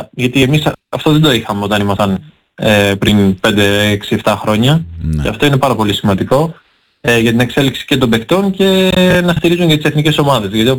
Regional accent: Patras, Western Greece, Greece; και επειδή ήξερα ότι είμαι πατρινός

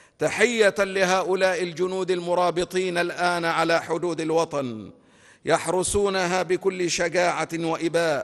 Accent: Egypt; بلدنا مصر

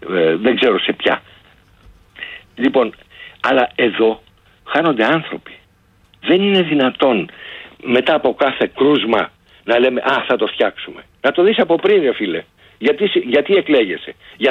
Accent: West Greece, Greece; Δηλαδή ένα νοσοκομείο στο Αγρίνιο, ένα στο Μεσολόγγι, που είναι διαφορά, λέω για την πατρίδα μου, που είναι ενός τετάρτου.

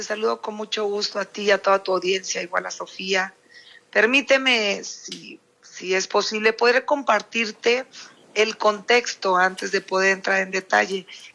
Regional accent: Tepic, Nayarit, Mexico; also born or lived in La Manga; mis padres me traen de muy pequeña, yo termino de estudiar la primaria allá en mi pueblo, en La Manga, una parte, otra acá en la capital, en Tepic, y aquí estudié ya la secundaria, prepa, universidad

